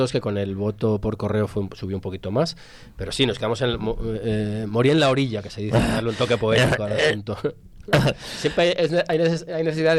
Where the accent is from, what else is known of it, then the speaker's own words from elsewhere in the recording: Cuenca, Castilla-La Mancha, Spain; Yo no puedo entender que un tío de Cuenca, yo soy de Cuenca, considere que es inferior que un tío de Sabadell.